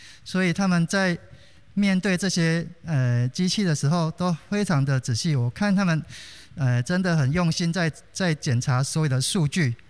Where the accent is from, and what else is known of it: Beitun, Taichung, Taiwan